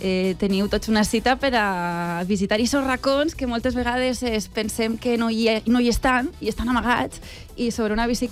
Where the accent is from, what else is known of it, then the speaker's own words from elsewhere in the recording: Alcoy, Valencian Community, Spain; now in Valencia, Spain; Mira que soc alcoiana, visc a València